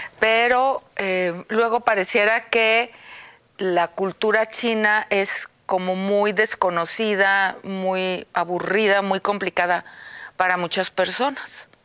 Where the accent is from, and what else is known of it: Aguascalientes, Mexico